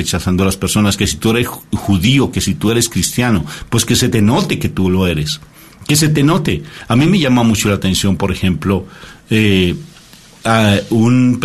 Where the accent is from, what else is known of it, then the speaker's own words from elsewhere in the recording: Colombia; Y venimos desde Colombia a otro país y no van los otros grupos.